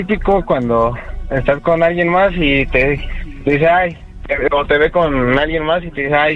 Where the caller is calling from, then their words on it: Mexico City, Mexico; yo soy de Azcapo.